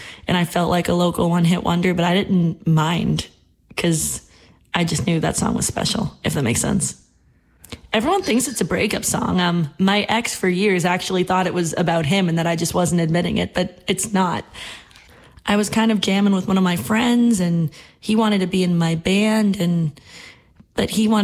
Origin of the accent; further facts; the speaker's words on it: New Hampshire, United States; moved away as an adult; now in Nashville, United States; I am from New Hampshire, southern New Hampshire near Boston originally, and I just moved to Nashville last year.